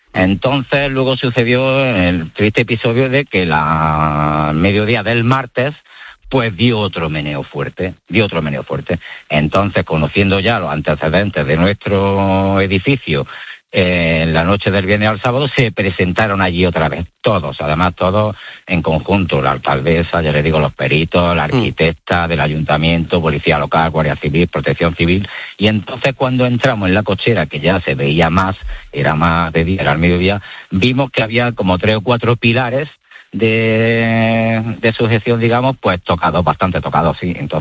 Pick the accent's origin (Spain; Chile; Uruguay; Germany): Spain; Andalusia; Pero casi todos somos de Granada.